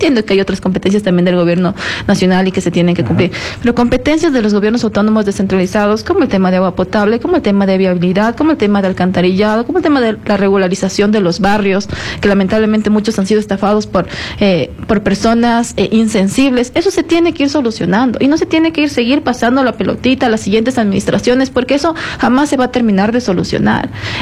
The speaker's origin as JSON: {"language": "Spanish", "town": "Quito", "region": "Pichincha", "country": "Ecuador", "said": "Yo soy quiteña, yo soy de Calderón, soy de la ruralidad"}